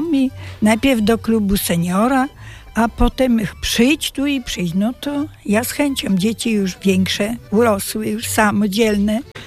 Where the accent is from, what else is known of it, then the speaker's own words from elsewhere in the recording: Subcarpathian Voivodeship, Poland; Rzeszowskiego.